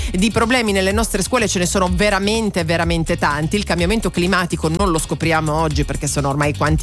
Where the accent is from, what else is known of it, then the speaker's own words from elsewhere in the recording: Greece; io che sono greca